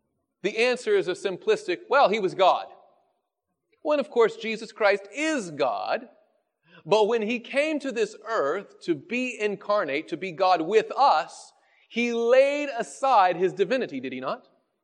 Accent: the South, United States; I grew up in the South, and we have a saying that something is fast or as quick as greased lightning.

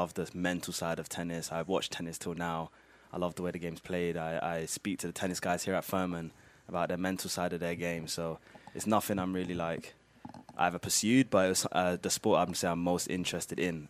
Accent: London, United Kingdom; moved away as an adult; also born or lived in Germany; now in United States; We moved to London, and I call myself an Englishman because that's where I grew up. That's where I'm cultured. My family are Christians. I was born into that, and growing up in London, that was just part of my life.

